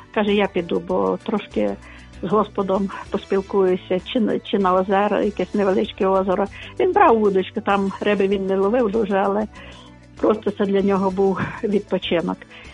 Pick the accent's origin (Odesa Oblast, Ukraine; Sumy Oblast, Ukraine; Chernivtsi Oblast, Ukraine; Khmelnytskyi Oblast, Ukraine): Chernivtsi Oblast, Ukraine; Bilivtsi; Я з Чернівецької області, село Білівці, дуже гарне місце.